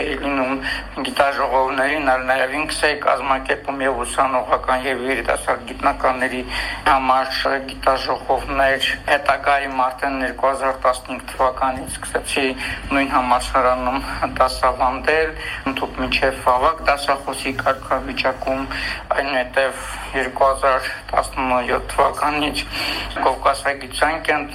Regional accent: Askeran, Nagorno-Karabakh, Azerbaijan; born or raised there

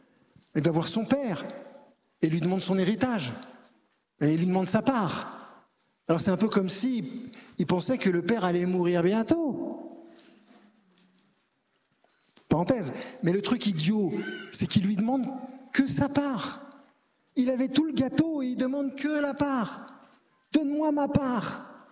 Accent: Paris, Île-de-France, France; je suis parisien

